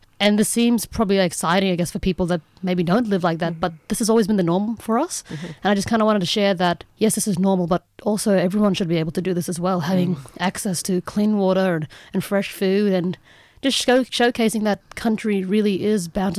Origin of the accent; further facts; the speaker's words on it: Wyndham, Western Australia, Australia; also born or lived in Elcho Island, Northern Territory; way over in the Kimberley, East Kimberley more specifically, from a small town called Wyndham. And I'm also from Kalawinku, which is also called Elko Island, all the way in East Arnhem Land.